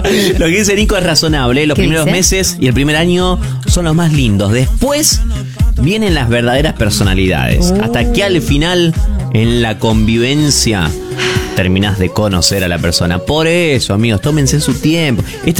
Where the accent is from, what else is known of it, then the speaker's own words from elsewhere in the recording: Victoria, Entre Ríos, Argentina; Él terminó el secundario y se fue a estudiar a Rosario. Somos de Victoria.